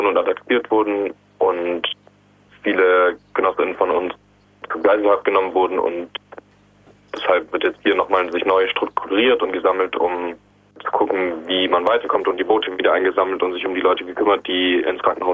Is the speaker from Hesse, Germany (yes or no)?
yes; Hesse, Germany; ich bin 19 Jahre alt und aus dem Süden von Deutschland, also in der Nähe von Frankfurt. Ich befinde mich gerade in Griechenland